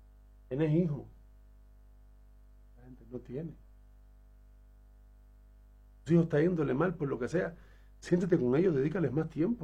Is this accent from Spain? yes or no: no; Cuba; moved away; Soy cubano.